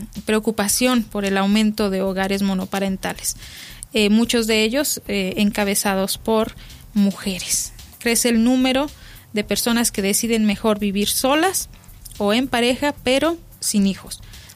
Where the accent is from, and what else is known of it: Mexico